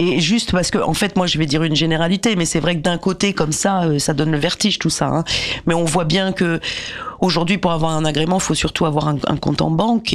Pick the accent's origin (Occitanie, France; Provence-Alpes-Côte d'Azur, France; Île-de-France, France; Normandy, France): Île-de-France, France; Paris; chez nous à Paris